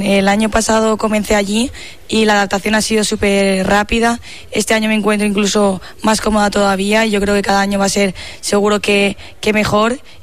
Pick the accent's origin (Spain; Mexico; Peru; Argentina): Spain; Madrid, Community of Madrid; Yo soy de Madrid.